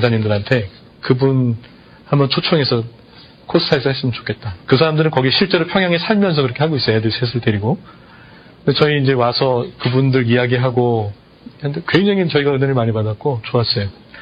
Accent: South Korea; now in Los Angeles, United States; 지금 이 LA 땅 제가 살고 있는 LA 땅에는 얼마나 많은 언어 그룹이 있고 어떤 그룹들이 살고 있는데 나는 한국 사람으로서 그 사람들과 어떠한 과거를 가지고 있는가.

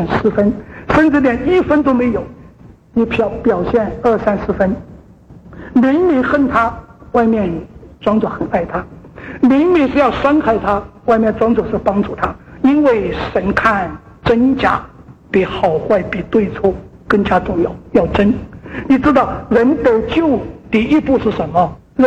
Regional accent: China; moved away; 在我的老家，在大陆上算是中上的家庭

